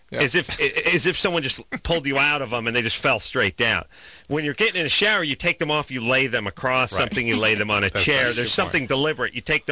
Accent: Los Angeles, California, United States; I grew up in the Los Angeles area and was a K-Rock fan

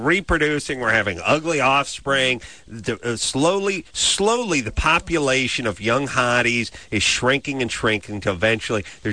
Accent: San Fernando Valley, California, United States; She's a hot chick from the San Fernando Valley. That's my hometown.

